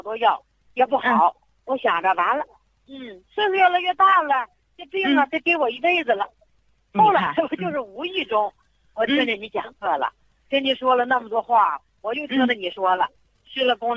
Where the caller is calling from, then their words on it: Baotou, Inner Mongolia, China; 你好林老师，我是包头的。